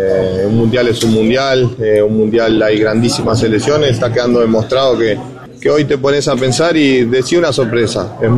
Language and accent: Spanish; Uruguay